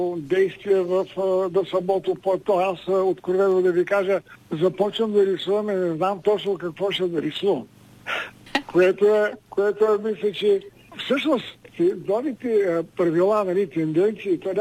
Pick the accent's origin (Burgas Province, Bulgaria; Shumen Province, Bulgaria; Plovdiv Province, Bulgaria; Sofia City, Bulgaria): Plovdiv Province, Bulgaria; Plovdiv; moved away as an adult; also born or lived in Parvomay; Пловдив е моя родния град, който аз безкрайно много обичам. Там съм израствал, всъщност аз съм роден в Първомай. Бил съм на 4 или 5 години, когато баща ми се привества в семейството ни, семейство в Пловдив. И имах възможността да живея на пъпа на Пловдив